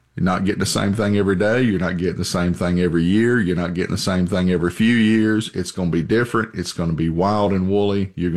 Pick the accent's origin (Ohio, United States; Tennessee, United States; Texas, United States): Tennessee, United States; I grew up in Tennessee. I've lived here all my life.